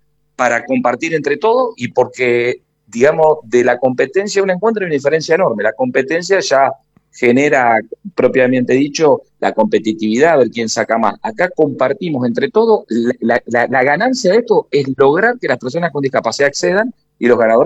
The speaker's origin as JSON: {"language": "Spanish", "region": "Santa Fe", "country": "Argentina", "said": "yo soy de Santa Fe Capital"}